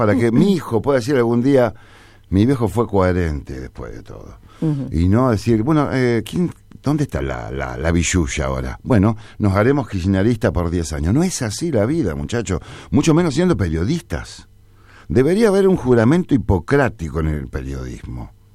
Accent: La Plata, Buenos Aires Province, Argentina; yo vengo de La Plata

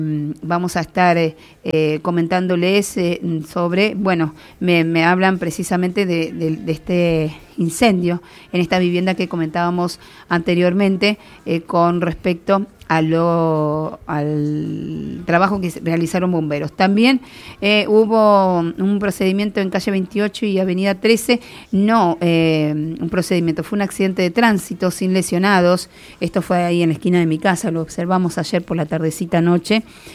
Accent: Argentina; Pero vio que si no se sufre, no somos argentinos.

